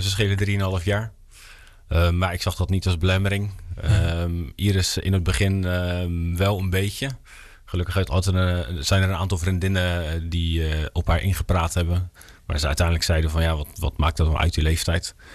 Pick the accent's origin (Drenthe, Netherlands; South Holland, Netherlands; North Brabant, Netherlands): South Holland, Netherlands; Barendrecht; also born or lived in Rotterdam / Ridderkerk; Ik ben een geboren Rotterdammer, maar ik ben opgegroeid en getogen in Barendrecht. Ik ben een Barendrechter.